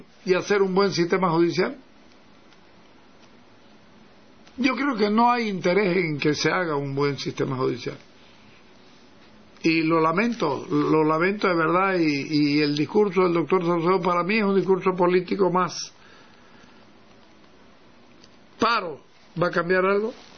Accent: Bolivia; sí somos los bolivianos

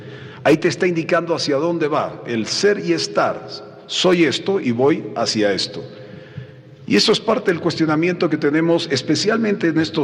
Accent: Bolivia; yo voy a tener que identificarme como boliviano sin dejar mi pasado, sin dejar mi presente

